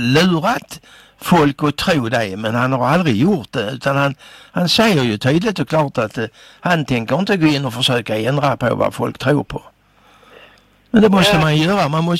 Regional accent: Skåne, Sweden; vi är skåningar.

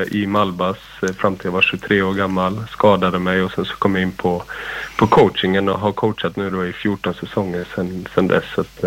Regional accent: Malmö, Skåne, Sweden; born there; Jag är ju född i Malmö, brukar jag stoltsera mig trots att inte det hörs på dialekten.

